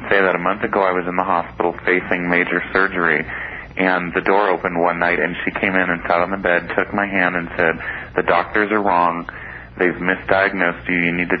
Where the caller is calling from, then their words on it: Seattle, Washington, United States; I am in Seattle.